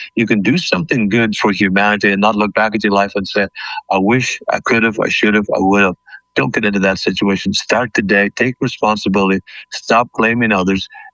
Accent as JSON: {"language": "English", "country": "Ireland", "tie": "born or raised there", "said": "The sickness that I experienced as a child, young man growing up in Ireland, and that of my family forced me to take charge of my own health and my own life. I'm 67."}